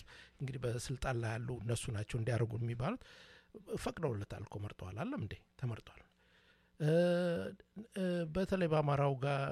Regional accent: Dire Dawa, Ethiopia; እኔ ድሬዳዋ ተወልጄ ነው ያደኩል ግዜ ነው

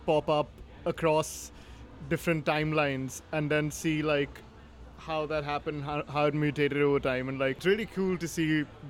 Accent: Delhi, India; we're both from India. Like, I'm from Delhi, Mihir's from Bombay.

